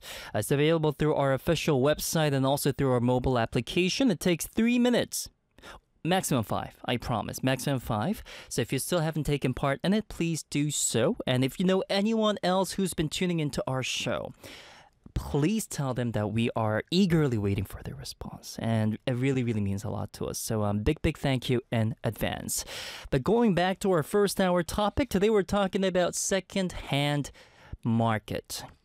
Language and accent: English; Montreal, Quebec, Canada; moved away; my hometown is Montreal